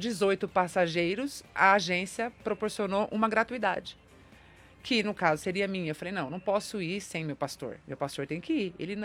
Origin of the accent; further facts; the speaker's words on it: São Paulo, Brazil; Fui crescida aqui em São Paulo, nasci em São Paulo.